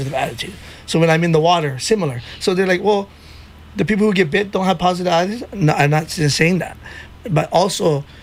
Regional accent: Hawaii, United States; As a Hawaiian

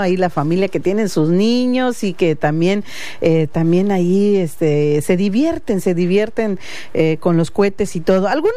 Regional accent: Huajuapan de León, Oaxaca, Mexico; Quiero decir Meritito Huajuapan de León, pero no me dejó aclarar, Meritito Huajuapan de León, en el sentido de que pertenecemos, porque Huajuapan de León es nuestra capital

